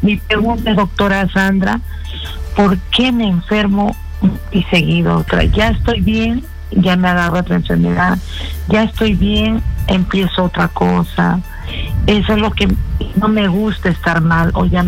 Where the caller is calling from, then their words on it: Lima, Peru; Desde Ate